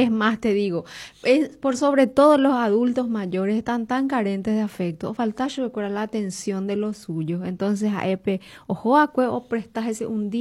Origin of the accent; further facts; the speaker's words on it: Paraguay; Y que eso no nos identifica como paraguayos.